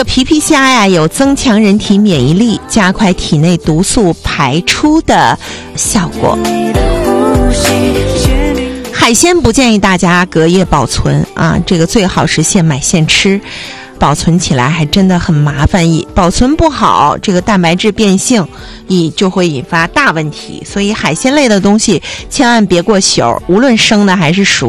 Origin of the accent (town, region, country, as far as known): Changchun, Jilin, China